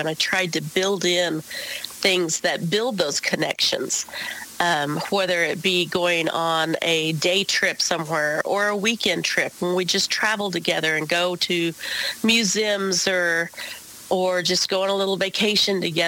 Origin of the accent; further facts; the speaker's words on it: Missouri, United States; moved away; also born or lived in Oklahoma; I was born and raised in Missouri, and so in southwestern corner of Missouri.